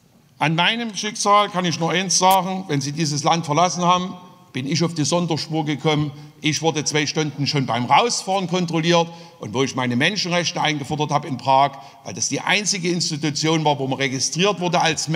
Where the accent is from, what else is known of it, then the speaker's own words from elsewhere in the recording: East Germany, Germany; ich bin mit dieser DDR-Hymne aufgewachsen.